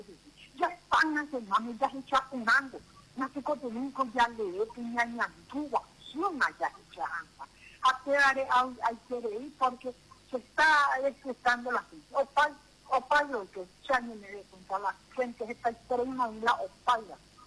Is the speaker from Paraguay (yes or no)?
yes; Paraguay; somos paraguayos, tenemos que sentar con nuestros hijos